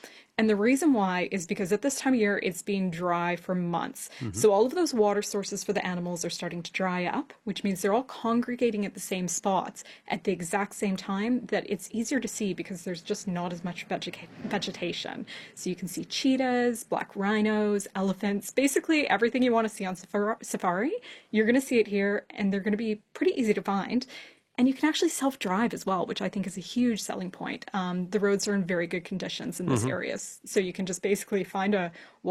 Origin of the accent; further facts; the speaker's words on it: Canada; I'm Canadian.